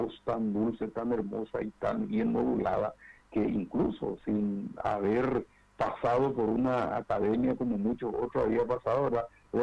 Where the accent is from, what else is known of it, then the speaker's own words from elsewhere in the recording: Paraguay; Creo que como paraguayos que somos, y más aún como cultores musicales, ¿verdad?